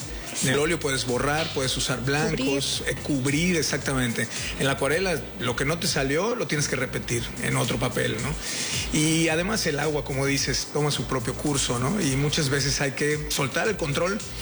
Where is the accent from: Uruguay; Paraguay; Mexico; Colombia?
Mexico; Mérida, Yucatán; yo crecí en Chuburná. Ese es mi barrio, ¿no? Y pues nada, no sé. Yo aquí sigo, salí, viví fuera y regresé.